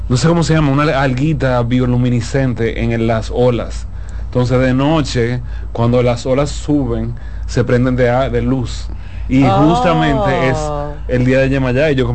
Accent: Dominican Republic; Los únicos morenos somos los dominicanos que hay allá.

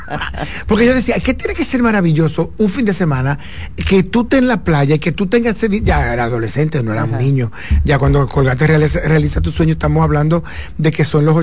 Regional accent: Cotuí, Sánchez Ramírez, Dominican Republic; en mi pueblo, a la Mata de Cotuí, al barrio Inepre

